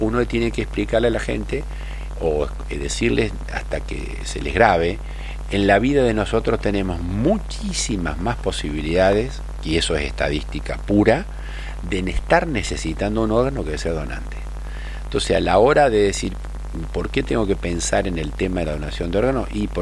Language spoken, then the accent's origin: Spanish; Argentina; somos solidarios los argentinos?